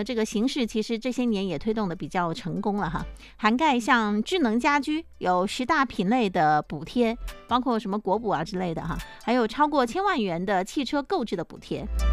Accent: Quanzhou, Fujian, China; 因为早在很多年前，我们泉州人不管是漂洋过海到海外也好啊，甚至你到其他的一些省会、其他城市

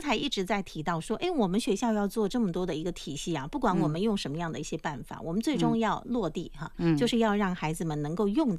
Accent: Fujian, China; 我们闽南人特别念家？我觉得是从小到大的一种根脉文化的认同感啊

